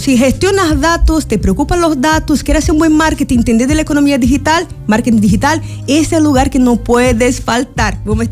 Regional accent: Brazil; Spanish is a second language; now in Chile; voy a hablar lento porque soy brasileña, a veces el portugués

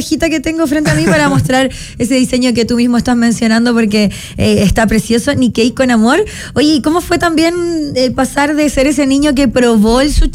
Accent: Chile; tenemos muy incorporadas los chilenos.

